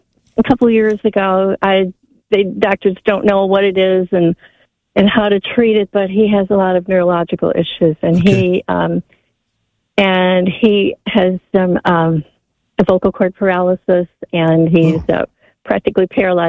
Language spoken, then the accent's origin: English; Illinois, United States; he's from outstate Missouri, so he's a Cardinals fan, and I'm from Northern Illinois.